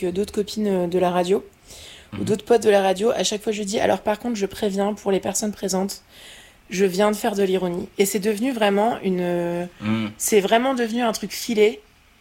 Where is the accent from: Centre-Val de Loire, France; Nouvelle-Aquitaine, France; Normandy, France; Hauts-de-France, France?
Normandy, France; je viens de Normandie.